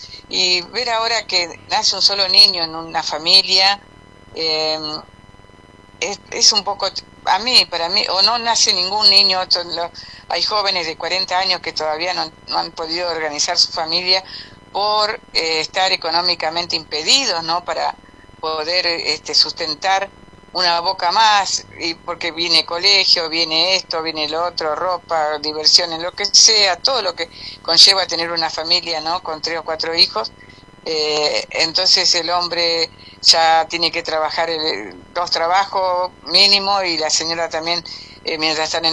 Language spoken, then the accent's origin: Spanish; Argentina